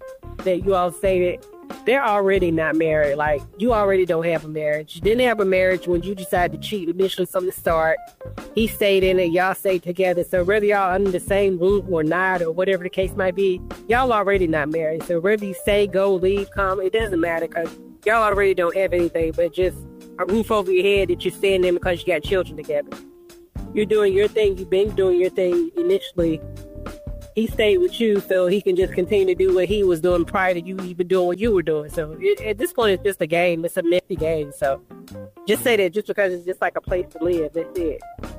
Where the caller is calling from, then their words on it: Rocky Mount, North Carolina, United States; I'm calling from Rocky Mount, North Carolina.